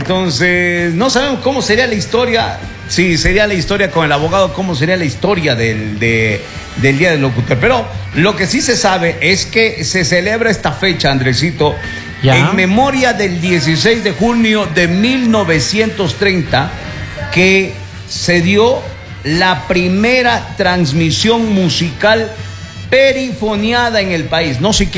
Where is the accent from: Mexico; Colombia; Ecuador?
Ecuador; nos está hirviendo la pasión por dentro, porque somos ecuatorianos